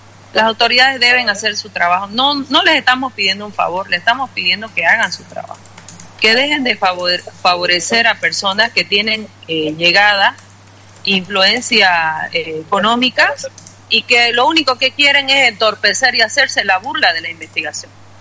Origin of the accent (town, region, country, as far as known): Bolivia